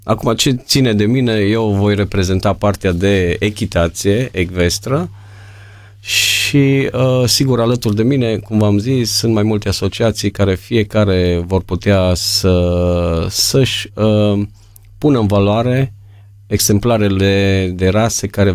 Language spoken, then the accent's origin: Romanian; Mireșu Mare, Maramureș County, Romania; sunt din Mireșu Mare.